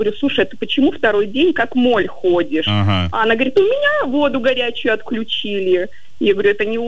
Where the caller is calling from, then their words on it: Saint Petersburg, Russia; Алло, привет … из Санкт-Петербурга.